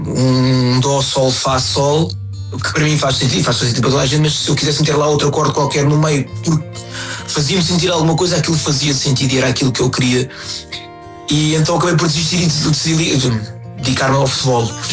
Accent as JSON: {"language": "Portuguese", "town": "Alenquer", "region": "Lisbon", "country": "Portugal", "said": "eu sou de Alenquer, aliás sou dos Casais Novos, uma aldeia ao pé de Alenquer, do concelho de Alenquer."}